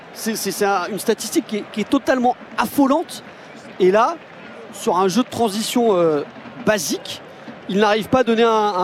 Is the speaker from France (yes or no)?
yes; France; Il n'y a que chez nous en France qu'on ne joue pas à 15h.